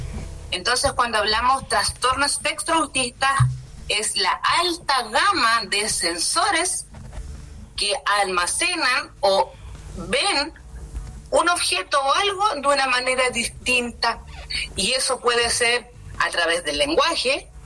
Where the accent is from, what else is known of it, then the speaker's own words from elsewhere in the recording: Chile; algunos nacimos en el norte, otros nacimos en el sur, pero seguimos siendo chilenos